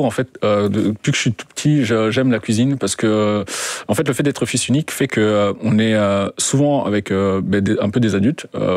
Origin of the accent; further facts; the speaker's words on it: Belgium; first language Kinyarwanda; French is a second language; also born or lived in Rwanda; moi j'ai grandi en Belgique avec des os sans tête et des frites et des fricadelles.